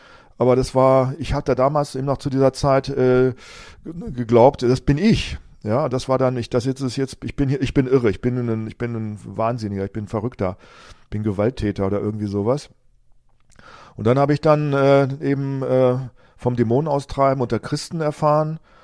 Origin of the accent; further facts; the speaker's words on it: Rinteln, Lower Saxony, Germany; meine Geburtsgemeinde und Kinderstube, wo ich aufgewachsen bin. Das war meine Familie, die Jesusgemeinde in den Rinteln